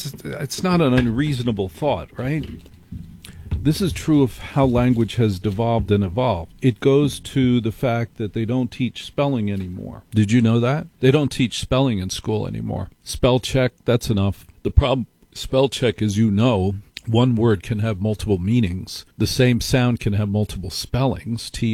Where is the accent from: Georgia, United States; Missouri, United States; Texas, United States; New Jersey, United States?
New Jersey, United States; In the neighborhood where I grew up in Jersey, there was a competition each year.